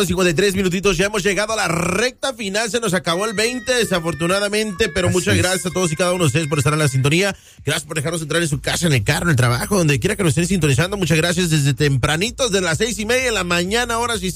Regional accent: Jojutla, Morelos, Mexico; moved away; Soy de Jojutla, Morelos, México.

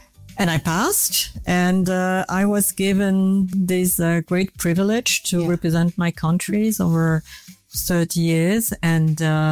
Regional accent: Geneva, Switzerland; I'm from Geneva. And I grew up in this international city.

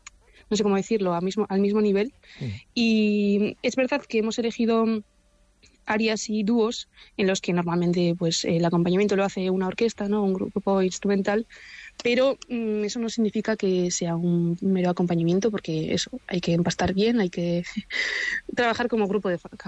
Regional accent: Basque Country, Spain; los tres somos vascos y Odi y yo somos de Guipúzcoa, entonces tocar en Donosti es un placer

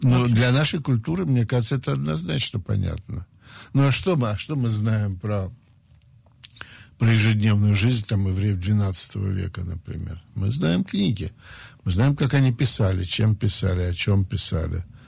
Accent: Saint Petersburg, Russia; Слушайте, я мальчик питерский, занимался карате, прошел русскую армию советскую, вообще командиром танка был

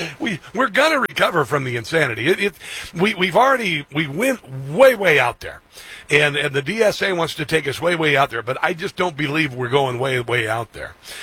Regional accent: Midwest, United States; I'm from the Midwest, the heartland.

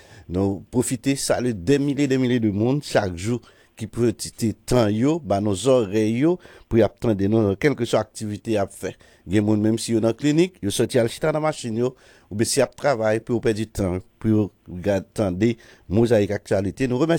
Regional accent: Haiti

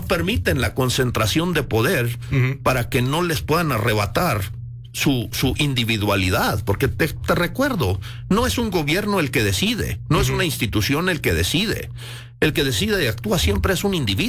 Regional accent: Chihuahua, Mexico; born there; Sí, pues yo nací en Chihuahua y pues realmente me considero un mexicano.

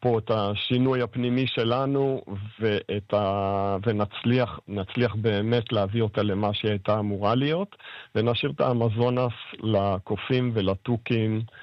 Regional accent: Ashkelon, Southern District, Israel; born there; also born or lived in Beersheba / Kfar Saba; now in Givat Ada, Israel; אני נולדתי בבאר שבע, גדלתי באשקלון, המשכתי בכפר סבא והגעתי לגבעת עדה.

